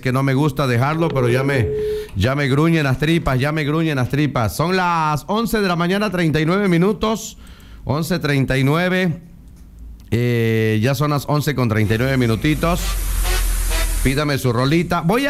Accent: Chapultenango, Chiapas, Mexico; El año pasado estuvimos allá en Chapultenango. Ojalá este año se pueda volver a estar. allá con toda mi gente de Chapultenango, Chiapas.

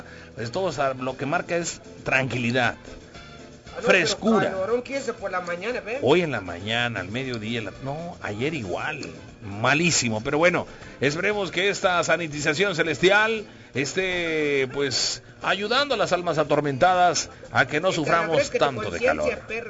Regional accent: Chiapas, Mexico; que somos totalmente chiapanecos de corazón

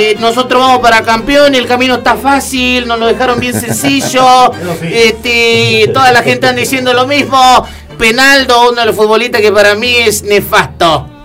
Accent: Argentina; Soy argentino, pero sí la subí también.

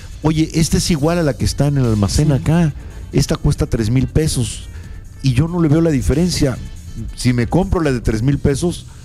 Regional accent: Mexico; sí que he comprado piratería, claro que sí lo he hecho, como muchos mexicanos y mucha gente de todo el mundo

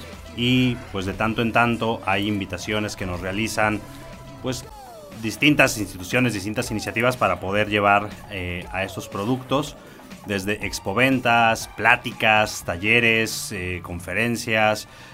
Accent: Chiapas, Mexico

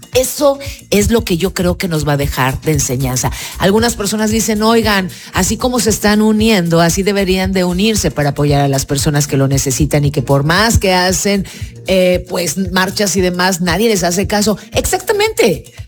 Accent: Mexico; en todo esto tenemos un aprendizaje todos los mexicanos.

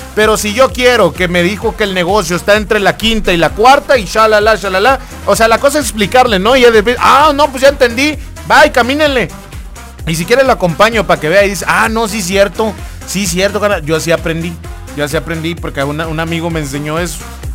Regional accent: Matamoros, Chiapas, Mexico; now in Tuxtla Gutiérrez, Mexico; Por ejemplo, yo no soy de la capital. Yo soy de Matamoros, o sea, yo vengo de mi pueblo que se llama Matamoros, municipio de Venustiano Carranza, y yo soy de allá, pero que radique acá es otra cosa, que viva acá en Tuxtla es otra cosa

